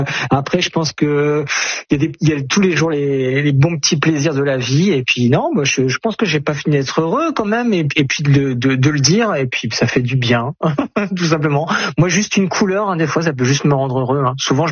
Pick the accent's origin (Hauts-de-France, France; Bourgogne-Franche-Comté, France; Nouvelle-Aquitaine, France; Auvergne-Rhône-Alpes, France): Hauts-de-France, France; je viens des Hauts-de-France